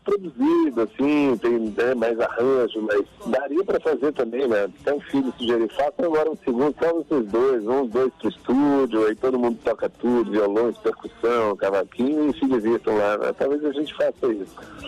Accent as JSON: {"language": "Portuguese", "region": "Maranhão", "country": "Brazil", "said": "Porque ele é do interior da Bahia, sou do interior do Maranhão."}